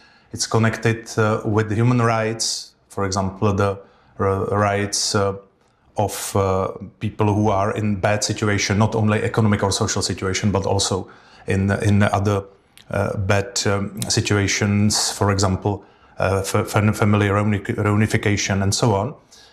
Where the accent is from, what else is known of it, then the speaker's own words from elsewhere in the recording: Vysočina Region, Czechia; English is a second language; Yes, I love it because it's my hometown and I love whole Czech and Moravian Highlands or Vysočina, as you said.